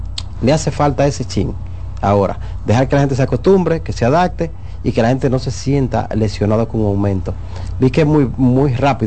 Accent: Dominican Republic

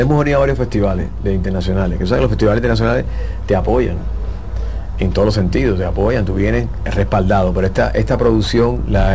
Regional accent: Cuba; now in Dominican Republic; un cubano dominicano.

